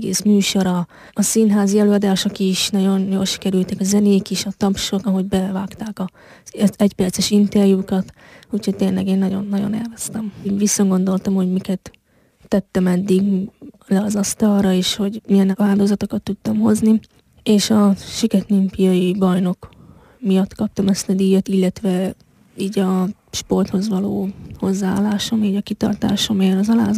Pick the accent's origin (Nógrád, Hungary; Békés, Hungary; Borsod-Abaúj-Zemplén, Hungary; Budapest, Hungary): Borsod-Abaúj-Zemplén, Hungary; Miskolc; born there; hiszen Miskolc születésű vagyok, itt élek 22 éve